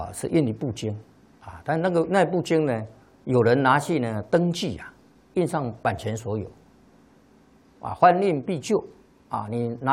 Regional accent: China; 那么我们中国人啊才有因缘啊看到楞严经，学习到楞严啊。

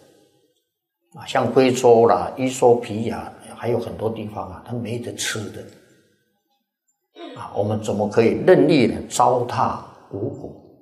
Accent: Taiwan; 来些钱哇，我们是台湾来的啊。

